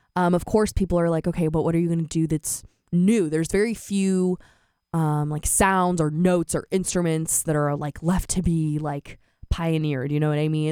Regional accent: Silicon Valley, California, United States; even though I am from Silicon Valley.

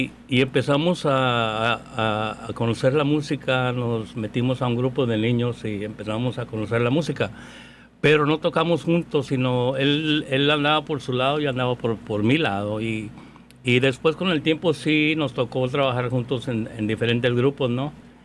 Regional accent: Ciudad Juárez, Chihuahua, Mexico; now in Sacramento, United States; Yo vengo de Ciudad Juárez.

